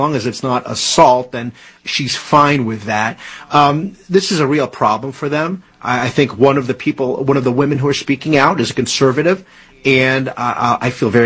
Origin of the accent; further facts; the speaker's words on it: New Jersey, United States; this is, I think, the 12th or the 13th congressional district in New Jersey, my home state, and that's further up.